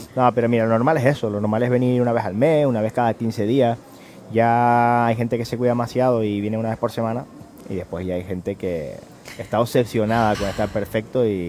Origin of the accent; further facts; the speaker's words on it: Canary Islands, Spain; yo me siento más canario que el gofio. Uh-huh. Y tiro mucho por mi tierra, tiro mucho por mi gente.